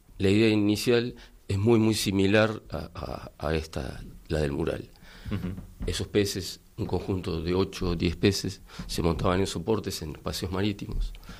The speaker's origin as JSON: {"language": "Spanish", "country": "Argentina", "moved": "yes", "lives_now": "Galicia, Spain", "said": "somos argentinos."}